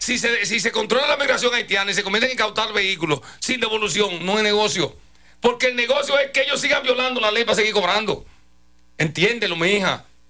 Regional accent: Germany; now in Dominican Republic; Yo como alemán

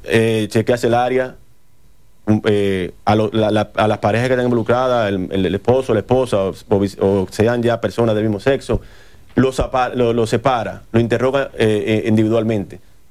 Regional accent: Dominican Republic; yo soy, sí, dominicano

